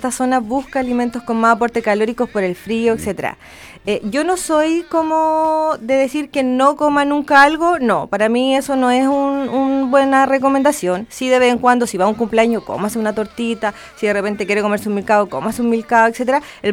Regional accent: Concepción, Biobío, Chile; moved away; yo soy de Concepción, entonces ¿ya? estaba cerca de Talcahuano, ¿ya? y escuchaba el luche y todo eso.

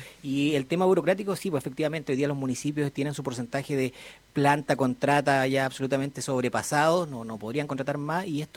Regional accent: Fresia, Los Lagos, Chile; yo que soy de Fresia, la comuna de Fresia, con los Muermos

